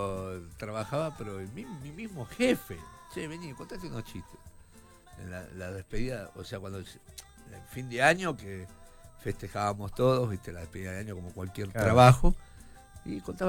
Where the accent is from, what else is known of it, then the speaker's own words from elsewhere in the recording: Tigre, Buenos Aires Province, Argentina; born there; now in San Isidro, Argentina; Nací en Tigre, sí, sí.